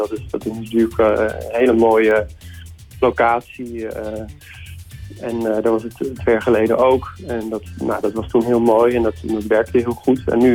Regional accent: Haarlem, North Holland, Netherlands; born there; Juist ook omdat het inderdaad in Haarlem is, mijn geboortestad.

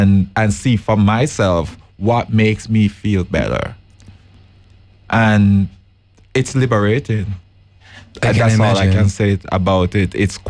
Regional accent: Jamaica; now in Netherlands; coming to the Netherlands, I'm from Jamaica.

